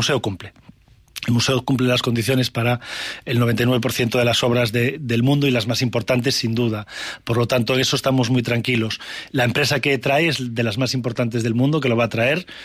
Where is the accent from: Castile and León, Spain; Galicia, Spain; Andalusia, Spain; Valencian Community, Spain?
Galicia, Spain; Creo que esa sensación, esa emoción que como gallego tenemos que sentir al describir un momento dramático de nuestra historia, un momento que partió a Galicia en dos, un momento terrible